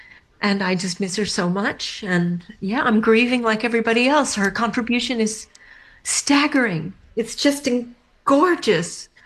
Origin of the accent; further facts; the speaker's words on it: New England, United States; being from New England